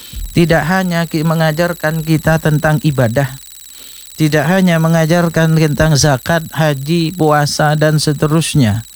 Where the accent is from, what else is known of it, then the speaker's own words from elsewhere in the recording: East Java, Indonesia; mengajarkan adab memasak kita orang Madura